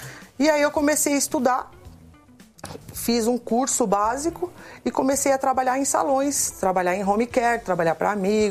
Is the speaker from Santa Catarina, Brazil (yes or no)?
no; São Paulo, Brazil; now in Itapecerica da Serra, Brazil; Eu nasci em São Paulo e fui criada no Capão Redondo.